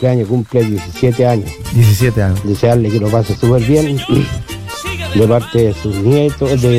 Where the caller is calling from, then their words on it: Cartagena, Valparaíso, Chile; de Cartagena.